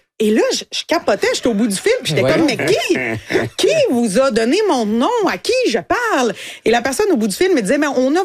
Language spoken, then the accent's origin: French; Quebec, Canada; born there; moved away as an adult; now in Montreal, Canada; j'ai vraiment grandi dans un milieu agricole, rural, mais super bienveillant.